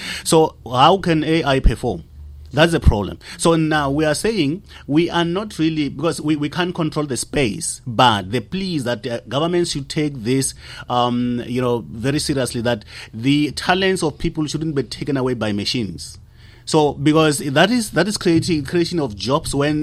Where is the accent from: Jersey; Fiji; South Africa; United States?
South Africa; Bushbuckridge, Mpumalanga; I'm Shangan in the first place. I'm from Bushbuck Ridge, not far away from here in Puma and in Mozambique. Mm-hmm. There's a lot of Mozambican people from where I come from.